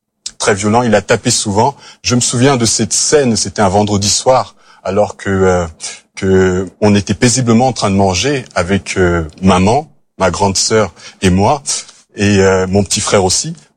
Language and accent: French; DR Congo; born there; je suis né en Afrique, en République démocratique du Congo